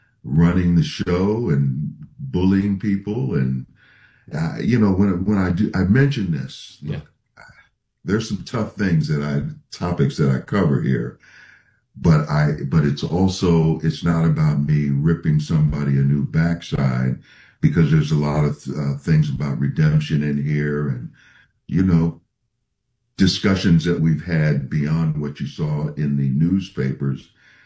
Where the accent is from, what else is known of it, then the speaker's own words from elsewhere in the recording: Minnesota, United States; The Vikings, my hometown, drafted me.